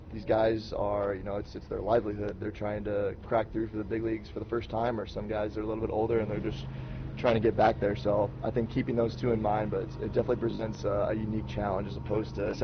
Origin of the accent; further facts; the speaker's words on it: Iowa, United States; I was able to land up in my home state. It's obviously a whole lot different from the DR, but it's good to be able to see my family a lot more.